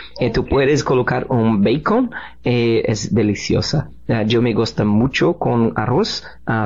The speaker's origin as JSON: {"language": "Spanish", "country": "Brazil", "second_language": "Spanish"}